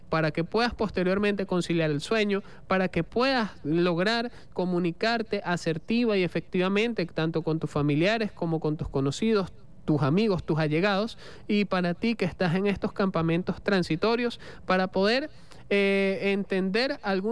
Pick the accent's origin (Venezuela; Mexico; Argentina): Venezuela; Somos venezolanos, somos venezolanas